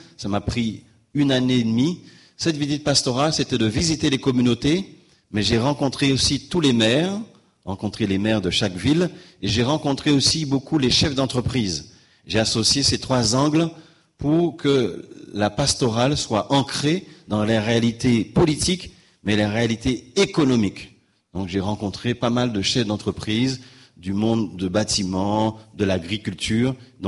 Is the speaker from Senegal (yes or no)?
no; Guadeloupe; Chez nous, en Guadeloupe